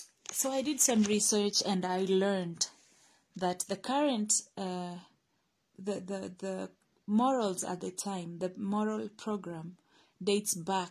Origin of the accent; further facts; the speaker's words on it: Kenya; my home country, Kenya